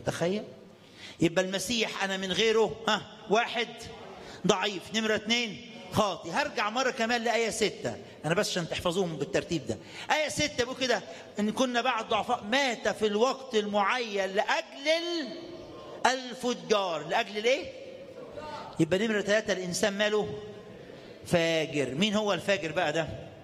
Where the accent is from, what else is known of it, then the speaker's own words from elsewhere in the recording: Egypt; انا بشكر رب عشان بلادنا مصر